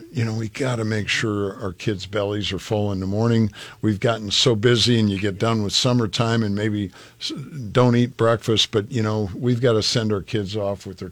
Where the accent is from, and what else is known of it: Columbus, Nebraska, United States; born or raised there